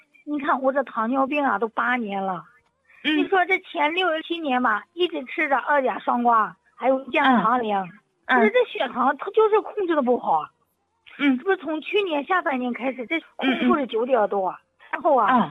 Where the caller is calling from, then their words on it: Anhui, China; 我是安徽的。